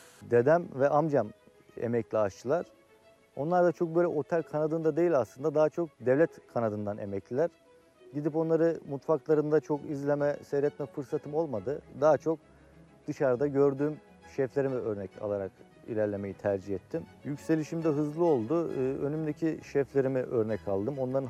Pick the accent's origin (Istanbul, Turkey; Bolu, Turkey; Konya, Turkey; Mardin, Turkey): Bolu, Turkey; Mengen; moved away as an adult; now in Bodrum, Turkey; ben tabii Mengen'den ayrılmak durumunda kaldım. Ve şu an Bodrum'da yaşıyorum. Çocukluğum Mengen'de geçti. Gerçekten sokaklarda bir çocukluk geçirdim.